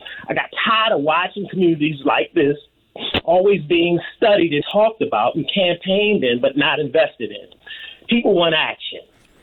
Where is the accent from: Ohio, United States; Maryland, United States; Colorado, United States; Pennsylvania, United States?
Maryland, United States; Baltimore; again, I'm a candidate, and I was born and raised in Baltimore.